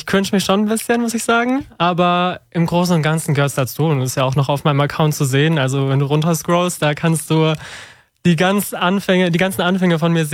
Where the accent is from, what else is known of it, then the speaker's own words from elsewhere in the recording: Filderstadt, Baden-Württemberg, Germany; ich bin 24 Jahre alt, komme aus der Nähe von Stuttgart. Ich sag immer Filderstadt, oben da, wo der Flughafen ist.